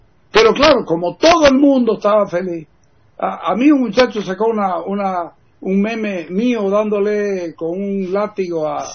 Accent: Santa Cruz, Bolivia; La enemistad o el problema que tiene Bolivia no somos los cruceños.

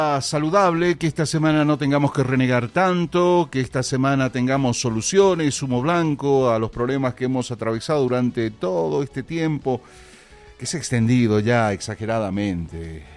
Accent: Bolivia; acá todos somos los bolivianos

